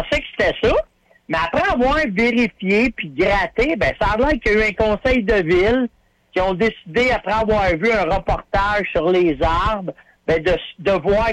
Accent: Terrebonne, Quebec, Canada; nous autres, on vient de Terrebonne. Fait qu'on a une gang à Terrebonne de chums.

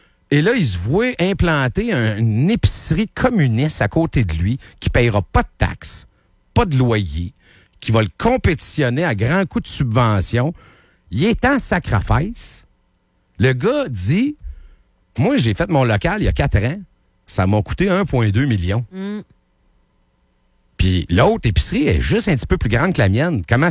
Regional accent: Plessisville, Quebec, Canada; quand j'étais jeune à Plessisville.

